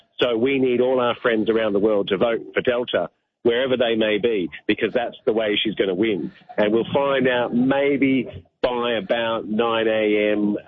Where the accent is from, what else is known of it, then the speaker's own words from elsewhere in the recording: Perth, Western Australia, Australia; Well, I'm an Aussie boy, grown up in Perth, and was lucky enough to be working in radio in Dublin in Ireland